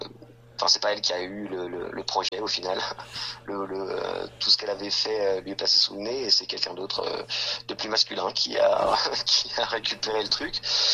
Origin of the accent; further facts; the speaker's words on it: Bures-sur-Yvette, Île-de-France, France; also born or lived in Paris; Alors nous, on est de Paris et de Bures-sur-Yvette. Bures-sur-Yvette, c'est une petite ville qui est dans la vallée de Chevreuse. C'est là où on a vraiment créé, enfin, c'est là où on s'est rencontrés quand on était au collège.